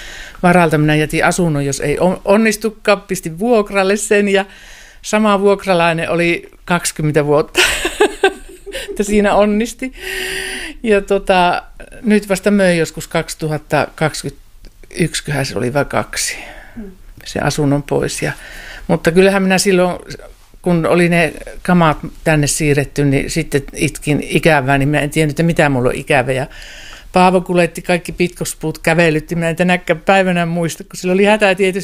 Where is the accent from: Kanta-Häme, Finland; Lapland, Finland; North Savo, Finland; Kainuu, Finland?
Kainuu, Finland; Sotkamo; also born or lived in Kajaani; Ja minun juuret on syvästi Sotkamossa ja Sotkamon jymyissä, mutta aikuiselämä asunut Kajaanissa.